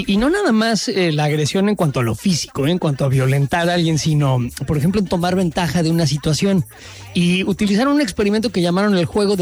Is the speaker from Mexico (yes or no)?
yes; Mexico; yo soy una persona en mi país, en México